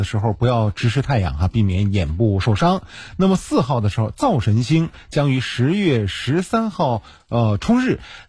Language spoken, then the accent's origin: Chinese; Northeast China, China; 作为东北人来讲哈